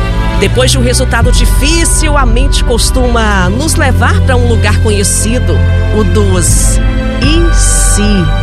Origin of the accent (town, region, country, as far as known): Brazil